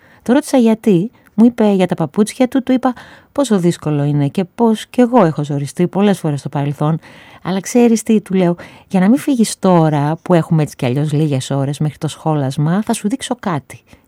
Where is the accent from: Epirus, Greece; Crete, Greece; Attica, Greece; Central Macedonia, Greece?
Attica, Greece; Piraeus; Γεννήθηκα και μεγαλώνω στον Πειραιά σε μια διαρκή προσπάθεια να αγκαλιάσω τα εύκολα και τα δύσκολα της παιδικής ηλικίας.